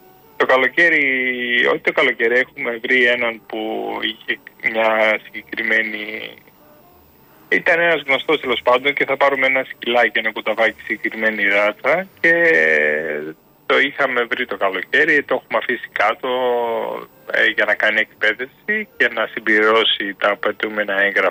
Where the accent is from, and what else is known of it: Greece; now in Germany